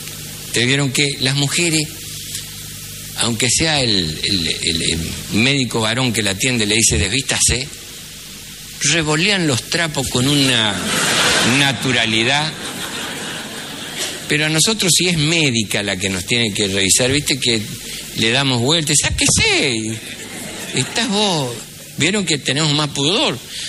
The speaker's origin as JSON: {"language": "Spanish", "town": "Cosquín", "region": "Córdoba", "country": "Argentina", "said": "para contarle una historia que me ocurrió a mí, acá en Cosquín. Yo soy de Cosquín."}